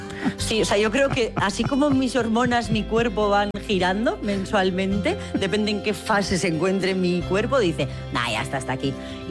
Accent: Beasain, Basque Country, Spain; also born or lived in Ordizia / Tolosa; Yo soy de Beasain. Bueno, a ver, sí, yo soy del Goierri. Decir solo de Beasain ya se me queda corto, porque ya he vivido... Yo creo que lo mismo en Beasain, en Ordizia, en Tolosa también he vivido.

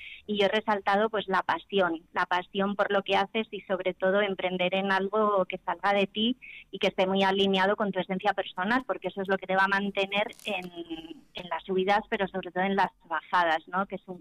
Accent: Vitoria-Gasteiz, Basque Country, Spain; moved away; Me hace mucha ilusión esta entrevista, mi tierra.

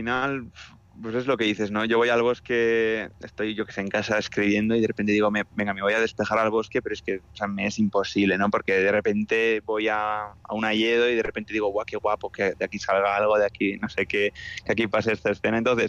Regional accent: Navarre, Spain; yo soy de Navarra, yo soy del norte y bueno, pues la muga la tenemos muy cerca. Y evidentemente, pues bueno, mis ancestros, pues hay contrabandistas

